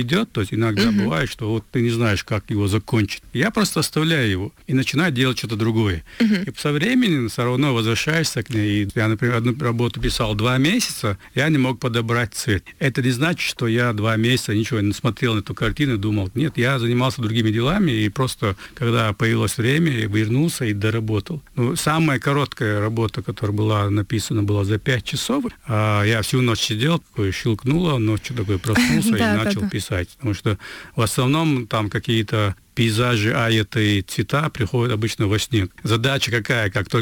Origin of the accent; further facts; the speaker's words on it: Chechnya, Russia; я, как каллиграф из Чечни